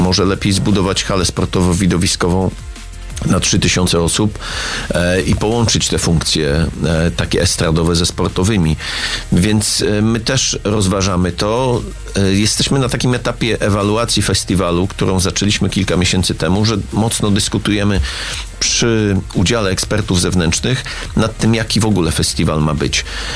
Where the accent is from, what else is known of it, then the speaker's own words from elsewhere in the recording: Konin, Greater Poland Voivodeship, Poland; Ja wszędzie, gdzie jeżdżę po Polsce i mówię, że jestem z Konina